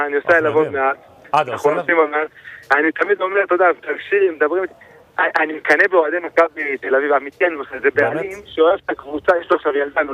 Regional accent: Jerusalem, Jerusalem District, Israel; גדלתי בירושלים

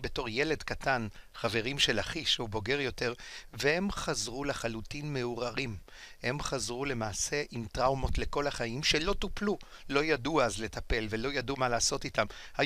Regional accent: Porto, Norte, Portugal; now in Israel; בפורטו, בעיר מולדתי.

